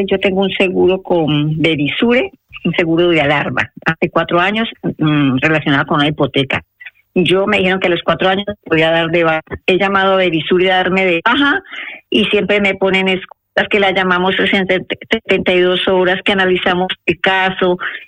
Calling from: Madrid, Community of Madrid, Spain; de Madrid.

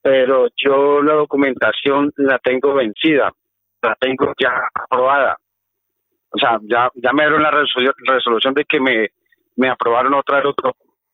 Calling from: Madrid, Community of Madrid, Spain; Me comunico de Madrid.

